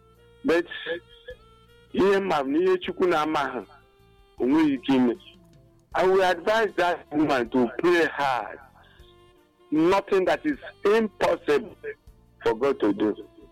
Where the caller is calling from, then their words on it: Abakaliki, Ebonyi, Nigeria; I'm calling from Ebonyi State, Abakiliki.